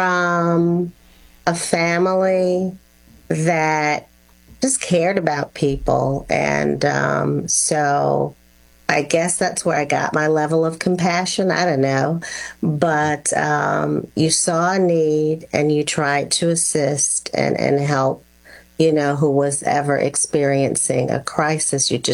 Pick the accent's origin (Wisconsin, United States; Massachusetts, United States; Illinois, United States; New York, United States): New York, United States; born there; Well, I was born in the great state of New York.